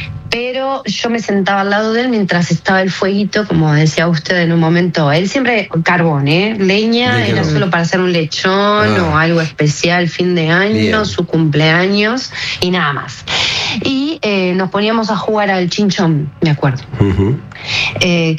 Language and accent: Spanish; Banfield, Buenos Aires Province, Argentina; Yo, bueno, zona sur, yo me crié en Banfield.